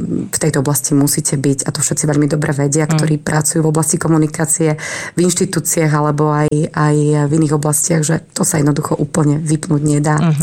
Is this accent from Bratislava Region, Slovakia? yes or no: yes; Malacky, Bratislava Region, Slovakia; now in Trenčianske Teplice, Slovakia; Ja pochádzam inak z Malaciek, z Bratislavského kraja teda. Takže tam mám rodičov, mám tam vlastne rodný dom a som tam vlastne žila dlhé roky, takže poznám veľmi dobre aj Záhorie.